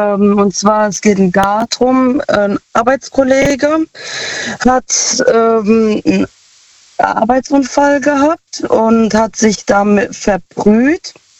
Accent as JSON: {"language": "German", "town": "Ludwigshafen", "region": "Rhineland-Palatinate", "country": "Germany", "said": "Aus Lu. Also aus Ludwigshafen."}